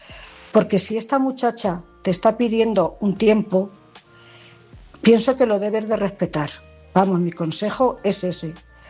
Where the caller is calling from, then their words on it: Cuenca, Castilla-La Mancha, Spain; Buenas noches … corresponsal de Cuenca.